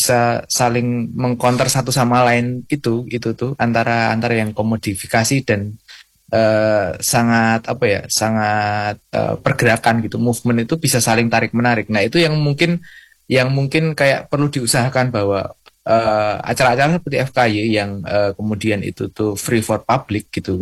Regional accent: Sleman, Special Region of Yogyakarta, Indonesia; mungkin kayak saya juga warga Sleman ya

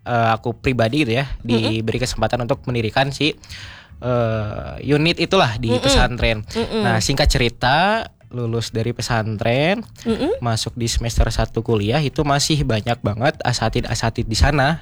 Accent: Garut, West Java, Indonesia; born there; SMA dulu dari SMA IT Darul Amin di Garut, pesantren.

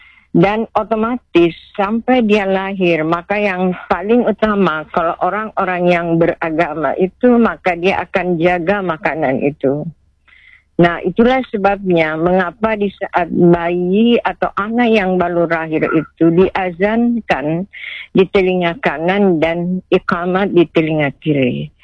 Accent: South Sulawesi, Indonesia; kita ke palsafa hidup kita sebagai orang Bugis, sipaka tahu, sipaka ingat, sipaka lebih, mappatabe.

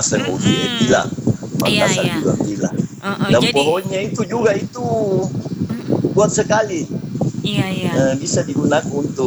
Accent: Barru, South Sulawesi, Indonesia; Kalau kampungku di Baru itu, Dinda, di Kecamatan Tanitari Lau.

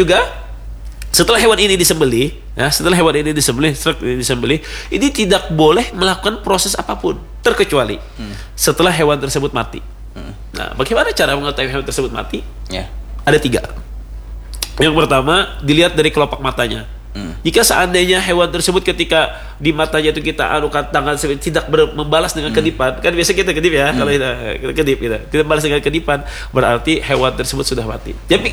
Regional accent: South Kalimantan, Indonesia; karena kita orang Banjar ini banyak memakai ilmu tapaul

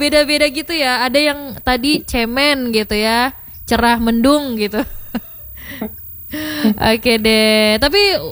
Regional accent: Batusangkar, West Sumatra, Indonesia; berarti satu kampung dong sama saya

